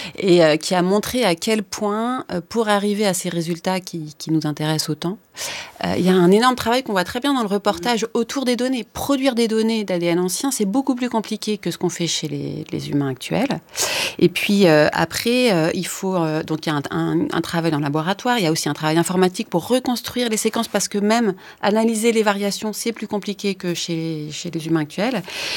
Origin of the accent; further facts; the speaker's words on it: Paris, Île-de-France, France; born there; moi, je suis née à Paris, donc je vais être étiquetée parisienne